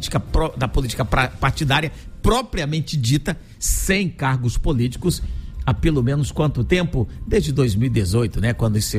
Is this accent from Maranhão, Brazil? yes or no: yes; Maranhão, Brazil; born there; moved away; um grupo político lá no estado onde eu nasci